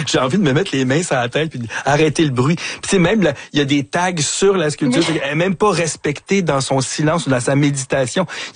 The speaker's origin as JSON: {"language": "French", "town": "Montreal", "region": "Quebec", "country": "Canada", "tie": "born or raised there", "said": "Je suis un vrai Montréalais né ici. J'ai jamais traversé les ponts, mais presque, tu sais. Je suis toujours sur l'île."}